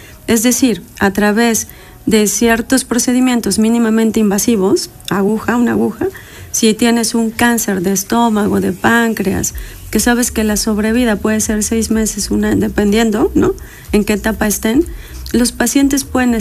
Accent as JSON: {"language": "Spanish", "region": "Puebla", "country": "Mexico", "said": "llegamos a la ciudad de Puebla, nosotros somos poblanos"}